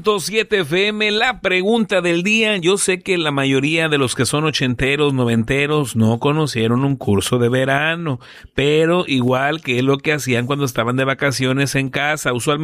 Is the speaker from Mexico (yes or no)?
yes; Santiago, Mexico; soy de Santiago, mi raza.